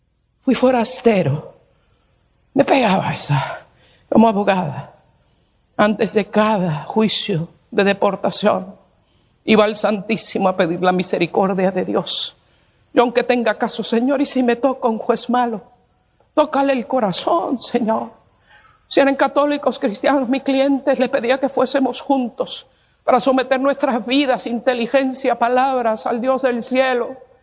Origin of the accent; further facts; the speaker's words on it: Puerto Rico; born there; Nací ciudadana americana, nací en Puerto Rico, donde es territorio americano, y tuve que agarrar mis maletas solamente y llegar aquí el día que decidí comprar el tiquete y llegar.